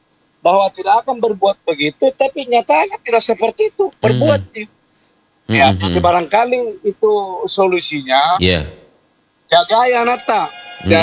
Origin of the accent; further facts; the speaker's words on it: South Sulawesi, Indonesia; ada juga istilah kita, yeah, orang Bugis Makassar